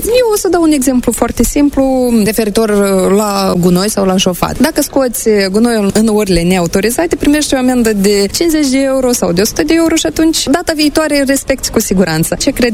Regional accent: Moldova; moved away as an adult; now in Brussels, Belgium; Și sigur că sunt conectată cu țara mea natală, cu rădăcinile mele.

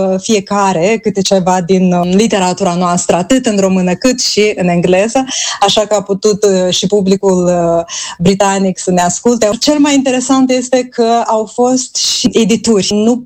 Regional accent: Moldova; moved away; Sunt un moldovean jet be jet în ceea ce scriu

